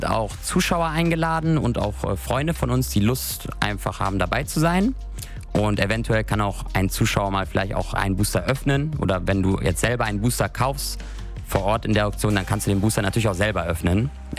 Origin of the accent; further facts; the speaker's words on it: Wuppertal, North Rhine-Westphalia, Germany; weil wir sind auch beide aus Wuppertal und wir wohnen auch hier.